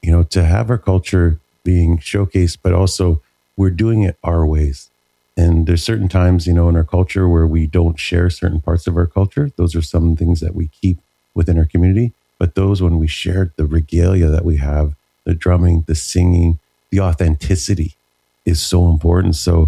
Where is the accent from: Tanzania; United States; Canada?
Canada; Vancouver, British Columbia; from where I've come from and growing up in Vancouver